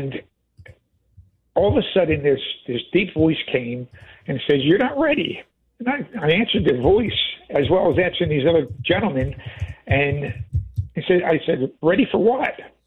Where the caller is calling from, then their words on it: Atlantic City, New Jersey, United States; I was renovating my home in Atlantic City here